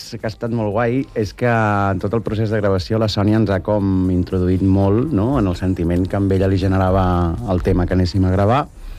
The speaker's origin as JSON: {"language": "Catalan", "town": "Barcelona", "region": "Catalonia", "country": "Spain", "tie": "born or raised there", "also_born_or_lived": "Prepirineu", "lives_now": "Garraf, Spain", "said": "De Barcelona de tota la vida, però vinc del Prepirineu i fa un parell de mesos que estic aterrat."}